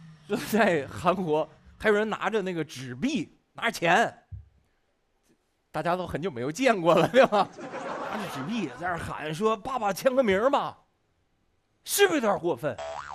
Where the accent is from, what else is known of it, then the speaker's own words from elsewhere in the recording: China; 但我们中国人当时还是太朴素